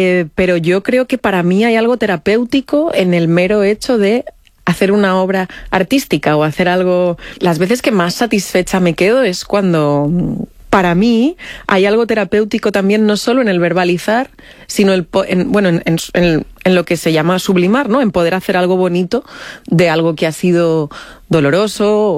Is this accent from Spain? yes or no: yes; Madrid, Community of Madrid, Spain; Yo soy de Madrid, pero mis padres son de Extremadura. Uh-huh. Bueno, mis abuelos maternos eran de Cuenca, los paternos de Extremadura.